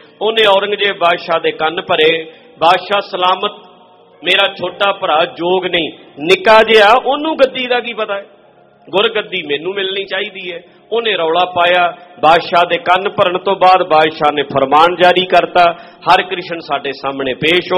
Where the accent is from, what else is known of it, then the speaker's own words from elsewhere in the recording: Punjab, India; ਅਸੀਂ ਪੰਜਾਬੀ ਹਾਂ, ਉਹ ਰਹਿਣਾ ਤੇ ਪੰਜਾਬੀ ਹੋਈ ਹੈ